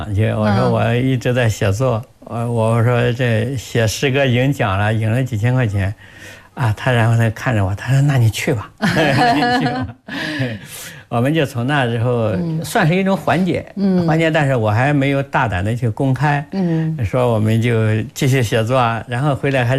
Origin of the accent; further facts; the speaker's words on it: China; moved away; 我老家的，我的村庄